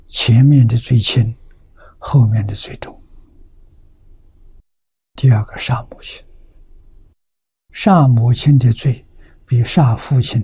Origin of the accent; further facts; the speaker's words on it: China; 经上讲的祖先就是我们中国人讲的世家啊